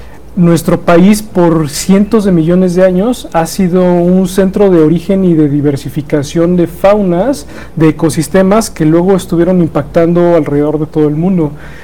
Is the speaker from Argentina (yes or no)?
no; Querétaro, Mexico; Soy queretano, queretano, sí.